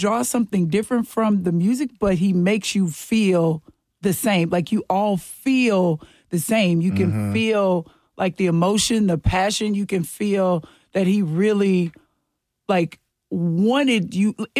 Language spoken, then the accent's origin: English; Mississippi, United States; also born or lived in Dallas, Texas; now in Nashville, United States; Well, first of all, I grew up in Mississippi. I moved here from Dallas, Texas. I've mm-hmm. been there off and on for over 20 years. But I grew up in Mississippi on a farm.